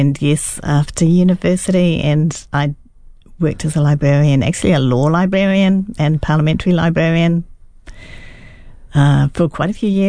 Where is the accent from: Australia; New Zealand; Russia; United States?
New Zealand; Wellington; born there; when I was growing up in Wellington